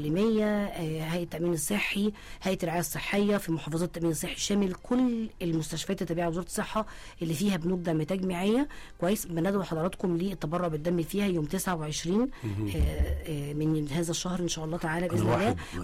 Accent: Egypt; احنا شعب مصري

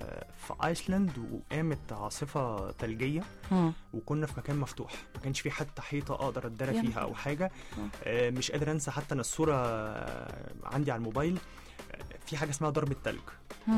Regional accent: Egypt; لما يعرفوا ان انا مصري.

